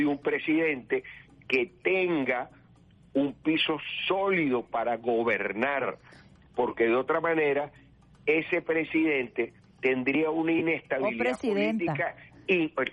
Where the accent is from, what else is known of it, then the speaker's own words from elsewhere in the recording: Venezuela; siento satisfacción como venezolano